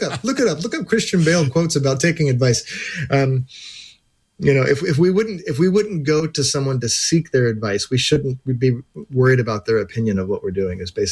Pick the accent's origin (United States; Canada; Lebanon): United States; Pittsburgh, Pennsylvania; moved away as an adult; I was a little chilly after 17 years in Pittsburgh.